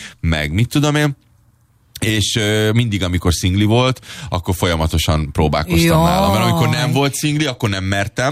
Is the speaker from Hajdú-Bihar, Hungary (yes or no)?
no; Budapest, Hungary; born there; also born or lived in Germany; én egy újpesti fenegyerek vagyok, ugye ott is nőttem fel